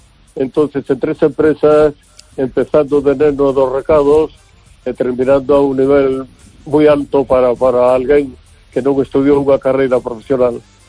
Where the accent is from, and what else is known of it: Vigo, Galicia, Spain